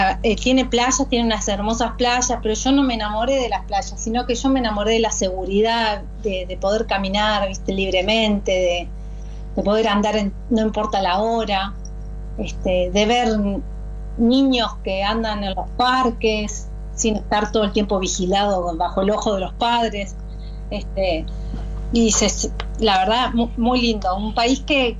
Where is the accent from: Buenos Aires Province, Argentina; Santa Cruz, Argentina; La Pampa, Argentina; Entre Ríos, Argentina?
Entre Ríos, Argentina; Concordia; moved away as an adult; now in Australia; Concordia, yo soy de Entre Ríos.